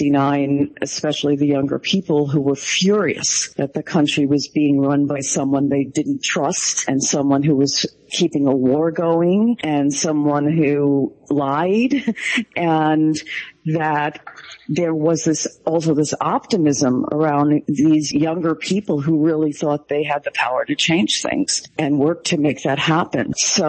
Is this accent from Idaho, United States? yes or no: no; New York City, New York, United States; now in California, United States; We grew up in Brooklyn, but this is where they all wound up. I left New York and I've been in California for decades, but I'm spending this summer in New York